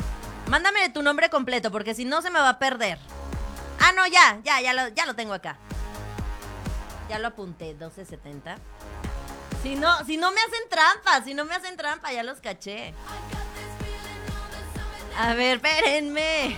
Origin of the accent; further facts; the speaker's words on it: San Luis Potosí, Mexico; also born or lived in Coahuila; Somos potosinos